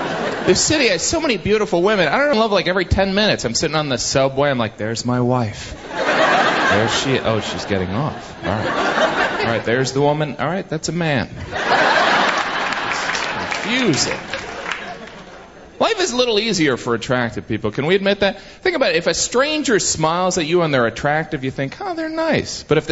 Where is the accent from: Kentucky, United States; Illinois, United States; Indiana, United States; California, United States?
Indiana, United States; It's more like, we're from Indiana, and we're gonna move.